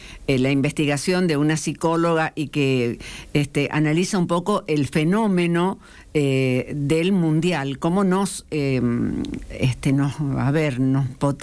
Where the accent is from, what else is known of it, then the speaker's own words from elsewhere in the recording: Argentina; Somos todos argentinos